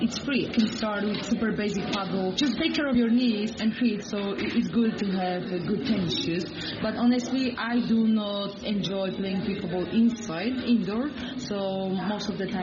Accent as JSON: {"language": "English", "town": "Austin", "region": "Texas", "country": "United States", "said": "I'm from Austin. They just opened the first pickleball court."}